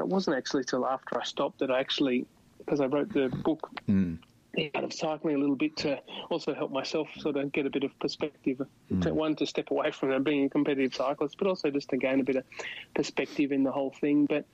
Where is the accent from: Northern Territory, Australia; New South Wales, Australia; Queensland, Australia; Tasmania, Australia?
Northern Territory, Australia; going back to my growing up in the Northern Territory, I suppose I do appreciate my personal space.